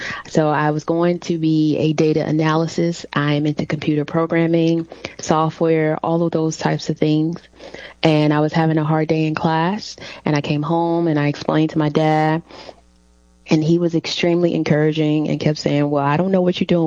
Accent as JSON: {"language": "English", "region": "Alabama", "country": "United States", "said": "So I am from Alabama, the tri-area, so where Alabama, Mississippi, and Tennessee meets."}